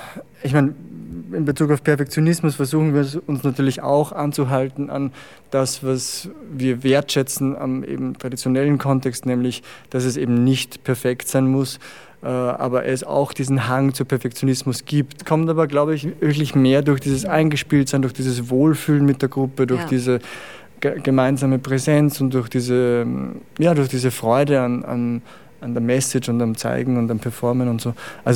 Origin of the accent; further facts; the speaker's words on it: Andorf, Upper Austria, Austria; moved away; also born or lived in Vienna / Brussels; Also ich bin selber am Land aufgewachsen in Oberösterreich, also Andorf, Innviertel